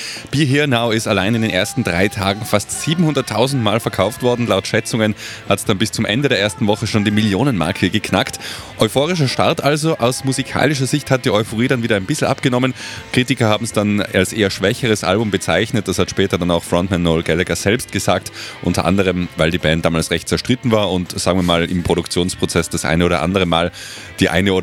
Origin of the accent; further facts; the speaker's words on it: Austria; Bei uns in Österreich war es dann am 8. Oktober soweit.